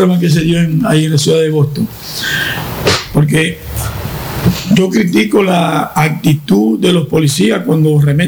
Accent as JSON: {"language": "Spanish", "country": "Dominican Republic", "said": "Ponen entredicho nuestra nacionalidad. ¿Qué hay? Los dominicanos."}